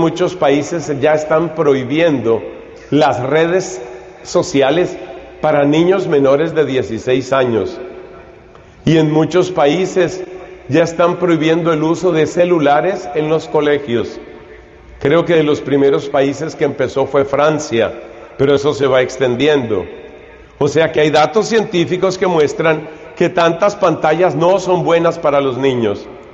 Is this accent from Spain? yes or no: no; Colombia; Hemos tenido en mi país, Colombia, hemos tenido el caso de varias chicas que han muerto después de operaciones que se hicieron para ser más bonitas.